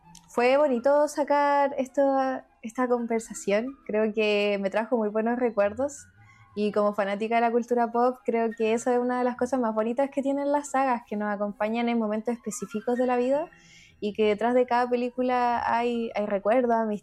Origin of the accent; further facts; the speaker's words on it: Chile; sí, como buena chilena